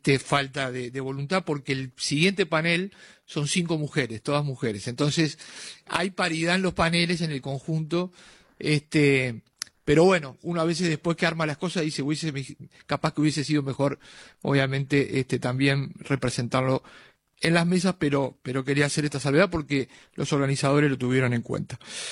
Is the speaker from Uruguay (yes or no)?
yes; Uruguay